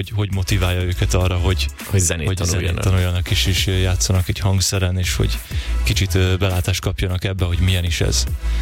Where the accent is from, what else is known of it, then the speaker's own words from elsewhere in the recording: Hungary; also born or lived in Hereford, England; Angliában születtem, édesapám angol, és édesanyám pedig magyar. És a szüleim elválásukor 4 éves koromban jöttem haza édesanyámmal és testvéremmel, és itt nevelkedtünk föl.